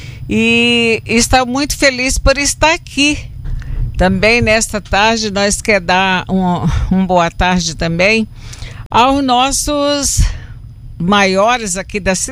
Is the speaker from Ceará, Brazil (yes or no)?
yes; Ceará, Brazil; moved away; Eu, no caso, que não sou daqui, sou lá do Ceará, mas já estou aqui há 40 anos.